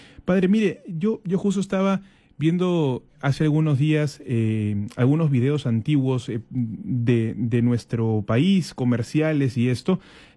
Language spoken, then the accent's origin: Spanish; Peru; de acuerdo a nuestro deber como peruanos, como ciudadanos